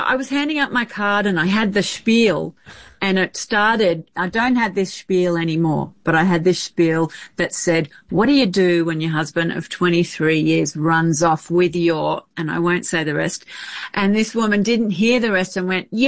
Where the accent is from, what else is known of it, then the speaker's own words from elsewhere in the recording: Australia; moved away as an adult; also born or lived in Sydney; now in New York, United States; I moved to New York, which was crazy because I'm an Aussie.